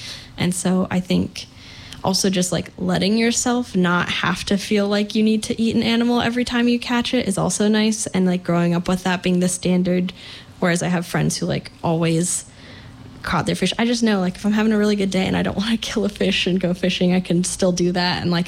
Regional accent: Blacksburg, Virginia, United States; I grew up in Blacksburg, Virginia.

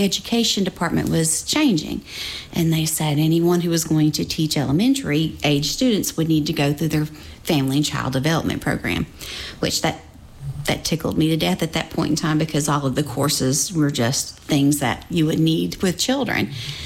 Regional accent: Russell County, Virginia, United States; now in Bristol, United States; I grew up in Russell County, Virginia, and graduated from Lebanon High School in 1987.

